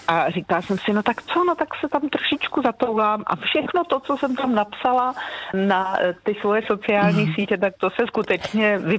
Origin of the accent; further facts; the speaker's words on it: Hradec Králové, Hradec Králové Region, Czechia; born there; Hradec je moje rodné město, přijedu s velikou radostí